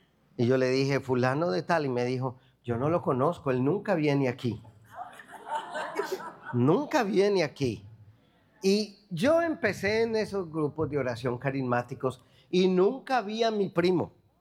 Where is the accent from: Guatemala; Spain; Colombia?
Colombia; Medellín, Antioquia; moved away; Yo vengo de una región de Colombia que se llama Medellín. Paisa.